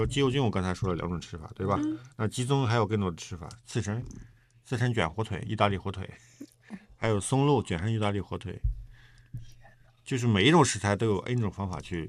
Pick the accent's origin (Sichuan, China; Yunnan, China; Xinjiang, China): Yunnan, China; moved away; 捡菌子在我们老家，从我小时候到现在都是一个时令性的一个挣钱的一个方式